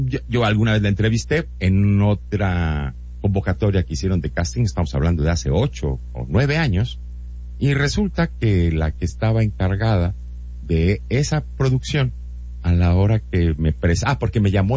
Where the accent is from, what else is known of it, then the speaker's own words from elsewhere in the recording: Mexico; si algo me llena el pecho y me dan muchas ganas de gritarlo a los cuatro vientos, es que soy mexicano.